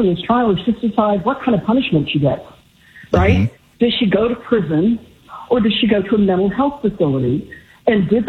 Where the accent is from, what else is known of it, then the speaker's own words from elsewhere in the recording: Marietta, Georgia, United States; now in Carson City, United States; We're originally from Marietta, and we moved out to Carson City.